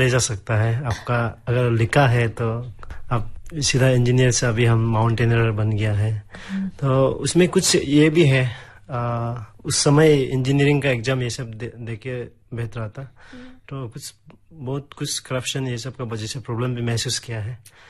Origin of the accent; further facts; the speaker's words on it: Siang district, Arunachal Pradesh, India; also born or lived in Along; मैं सियांग, उस समय वो वेस्ट सियांग था, अभी सियांग डिस्ट्रिक्ट बन गया है। सियांग डिस्ट्रिक्ट जमलो मोंगकू विलेज से है। तो वहां से हम अपना क्लास 5 तक वहां पे पढ़ा है।